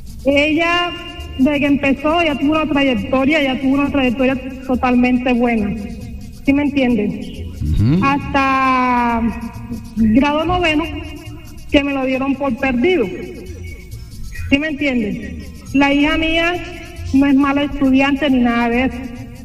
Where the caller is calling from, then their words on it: Colombia; De aquí, el barrio de Prefabricada, Nuevo Chile.